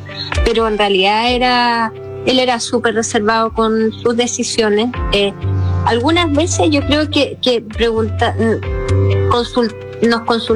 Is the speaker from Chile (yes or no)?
yes; Chile; nosotros también como chilenos